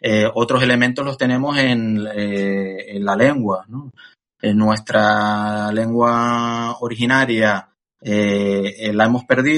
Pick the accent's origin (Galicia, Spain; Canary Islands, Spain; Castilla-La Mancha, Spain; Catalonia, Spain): Canary Islands, Spain; nos reconocemos por el cloquido a quien habla de qué isla es, ese español de Canarias es común, nos reconocemos enseguida como canarios.